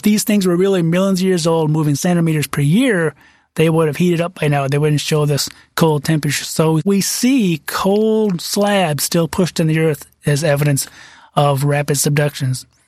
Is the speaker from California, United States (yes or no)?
no; Michigan, United States; And this ice came across my home state of Michigan and actually carved out four of the five Great Lakes.